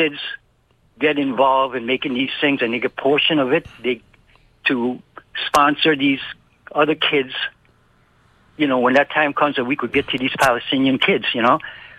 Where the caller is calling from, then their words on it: U.S. Virgin Islands; first time caller from St. Thomas.